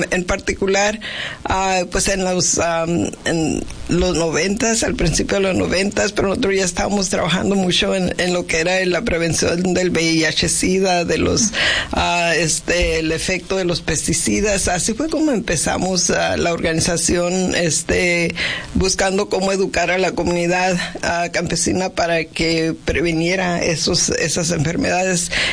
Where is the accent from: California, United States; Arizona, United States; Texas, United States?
Arizona, United States; Yuma; anteriormente hasta nos enorgullecíamos de decir, ay, soy de Yuma y yo aguanto tanto